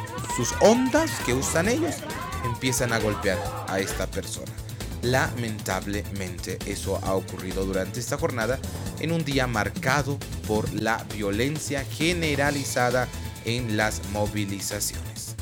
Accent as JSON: {"language": "Spanish", "country": "Bolivia", "said": "yo como ciudadano boliviano lloro."}